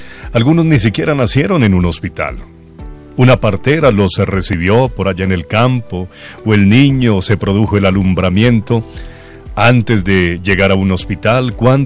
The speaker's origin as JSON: {"language": "Spanish", "country": "Colombia", "said": "nosotros nacimos en Colombia, tenemos un pasaporte colombiano, tenemos una cédula de ciudadanía colombiana, un registro civil que indica que nacimos en Colombia."}